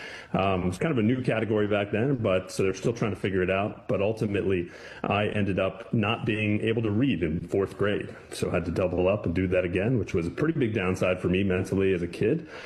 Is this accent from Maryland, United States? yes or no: yes; Baltimore, Maryland, United States; now in Philadelphia, United States; I'm originally from Baltimore, live in suburban Philadelphia